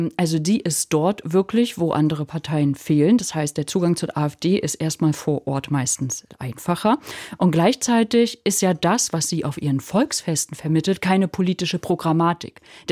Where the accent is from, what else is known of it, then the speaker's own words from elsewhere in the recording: East Germany, Germany; als ostdeutsches Nachwendekind